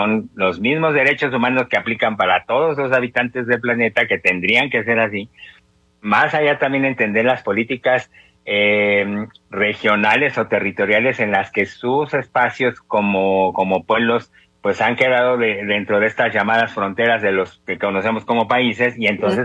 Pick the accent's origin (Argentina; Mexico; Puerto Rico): Mexico; Estos 68 grupos indígenas que habitan nuestro territorio o el territorio de México